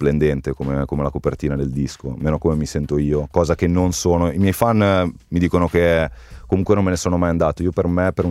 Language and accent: Italian; Cinisello Balsamo, Lombardy, Italy; born there; crescendo, ho imparato ad apprezzare la periferia vivendo Milano